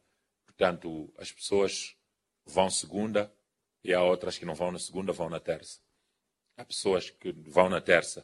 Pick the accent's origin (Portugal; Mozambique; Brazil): Mozambique; E nós aqui mesmo, como moçambicanos, já produzíamos.